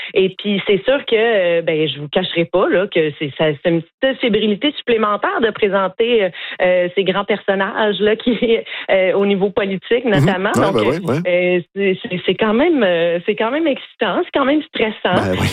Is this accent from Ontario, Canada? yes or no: no; Quebec, Canada; Moi, je suis québécoise.